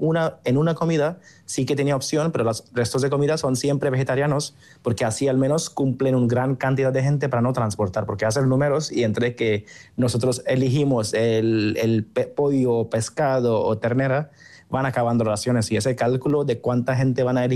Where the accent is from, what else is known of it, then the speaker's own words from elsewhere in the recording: India; Pero yo, no sé, por mis gustos, que al final yo soy de la India